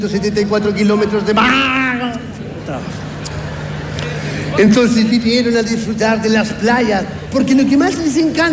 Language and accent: Spanish; Chile; estamos en 18, somos chilenos, aquí se habla, weón, bueno, como en Chile